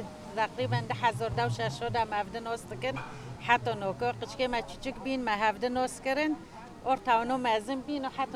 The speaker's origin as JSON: {"language": "Arabic", "town": "Afrin", "region": "Aleppo Governorate", "country": "Syria", "lives_now": "Germany", "said": "أنا من سوريا، من عفرين"}